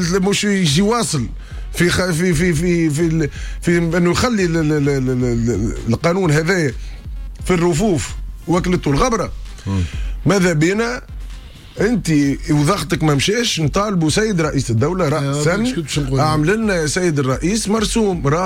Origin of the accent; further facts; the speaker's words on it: Tunisia; احنا شعب تونسي